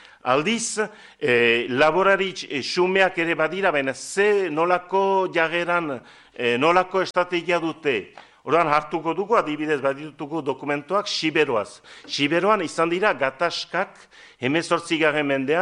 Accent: Estérençuby, Nouvelle-Aquitaine, France

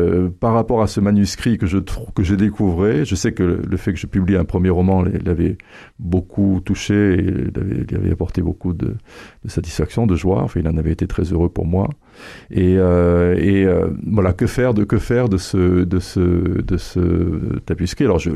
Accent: Guéret, Nouvelle-Aquitaine, France; était donc dans le bureau de mon père à Talence, dans la banlieue de Bordelaise, après avoir été dans mon enfance à Guéret, donc dans l'appartement que mes parents occupaient

